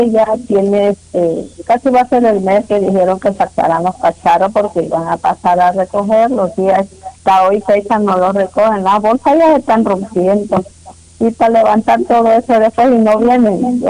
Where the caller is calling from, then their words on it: Guanacastal, Mexico; De Guanacastal